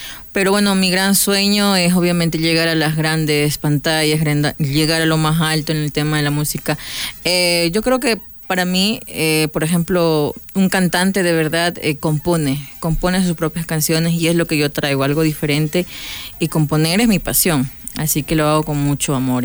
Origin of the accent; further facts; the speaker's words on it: Loja, Ecuador; born there; also born or lived in Cuenca; yo solo nací en Cuenca, de ahí ya pues me fui a vivir parte de mi niñez en la ciudad de Loja.